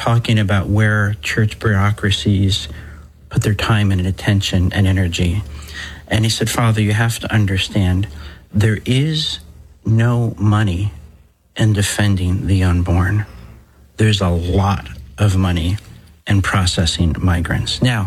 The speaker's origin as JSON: {"language": "English", "region": "New Jersey", "country": "United States", "tie": "born or raised there", "said": "New Jersey, my home state"}